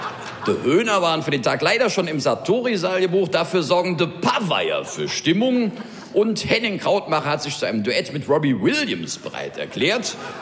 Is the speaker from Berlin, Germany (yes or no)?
no; Cologne, North Rhine-Westphalia, Germany; typisch für uns Kölner